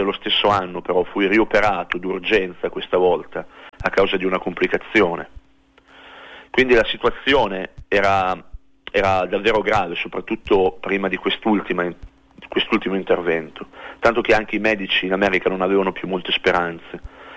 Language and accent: Italian; Parma, Emilia-Romagna, Italy; born there; Partiamo da molto lontano, partiamo con la mia nascita. Sono nato a Parma nel 1969